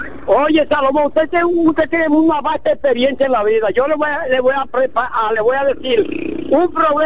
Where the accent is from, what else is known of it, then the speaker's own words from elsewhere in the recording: Duvergé, Independencia, Dominican Republic; cómo es posible que un municipio como Duvergé, mi pueblo de mis amores, no hay una oficina de obra pública